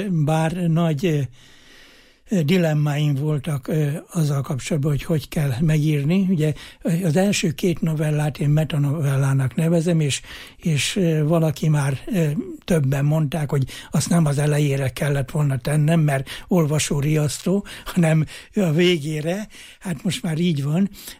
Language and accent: Hungarian; Heves, Hungary; moved away; hát én ebből a kis hevesi faluból származom, ott voltam gyerek